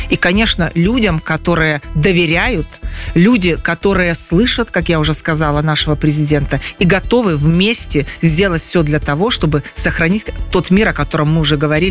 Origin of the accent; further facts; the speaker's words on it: Belarus; мы белорусы, мирная нация, и наш уголок, родной дом, да, он действительно спокойный и уютный.